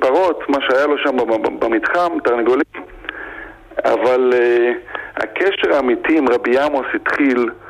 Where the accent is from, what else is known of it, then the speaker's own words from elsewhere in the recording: Netanya, Central District, Israel; moved away as an adult; now in Staten Island, New York, United States; אני ילד שגדל בקריית צאנז